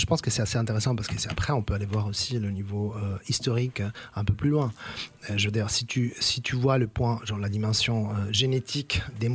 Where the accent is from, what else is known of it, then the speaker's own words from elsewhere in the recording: Italy; French is a second language; Je parle italien. Je suis un italien ici.